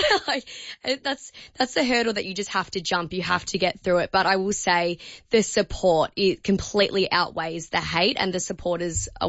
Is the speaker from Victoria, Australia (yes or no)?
yes; Melbourne, Victoria, Australia; I'm from Melbourne myself